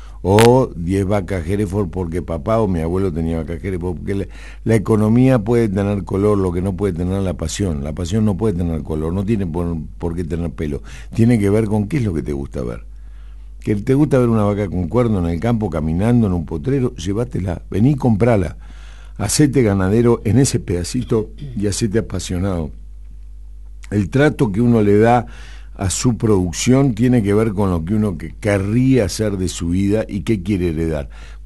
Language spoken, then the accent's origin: Spanish; Argentina